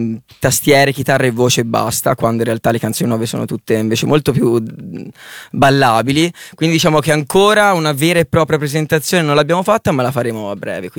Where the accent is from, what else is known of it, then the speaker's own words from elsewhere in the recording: Tuscany, Italy; noi veniamo da... Allora, Versilia, Viareggio, i ragazzi sono di Viareggio, sono di Camaiore, comunque sì, tutte zone limitrofe.